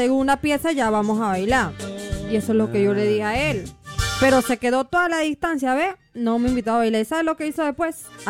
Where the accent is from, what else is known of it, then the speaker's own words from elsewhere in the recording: Las Palmas, Veraguas, Panama; now in Panama City, Panama; soy de Veragua, de Las Palmas